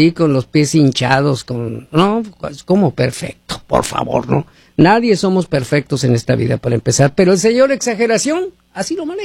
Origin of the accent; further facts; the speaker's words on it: Hermosillo, Sonora, Mexico; Tú sabes que soy de Hermosillo yo, ¿no?